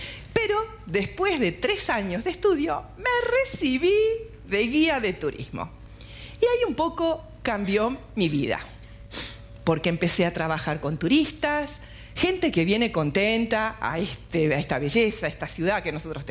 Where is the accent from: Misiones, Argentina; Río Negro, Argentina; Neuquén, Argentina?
Río Negro, Argentina; Bariloche; also born or lived in Buenos Aires; yo nací en Bariloche, hice mi escuela primaria acá, secundario también. La universidad, en realidad fui a estudiar profesorado de educación física, lo hice en Buenos Aires, volví